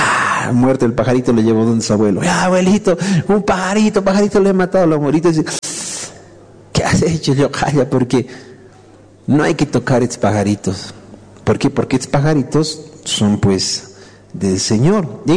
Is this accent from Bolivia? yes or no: yes; Bolivia